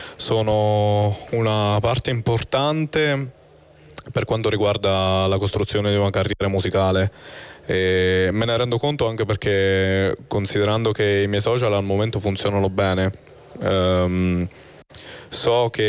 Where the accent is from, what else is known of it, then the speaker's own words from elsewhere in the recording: Giulianova, Abruzzo, Italy; also born or lived in Tortoreto; Io sono nato a Giulianova, okay. E ho vissuto a Tortore Toledo, il paese a fianco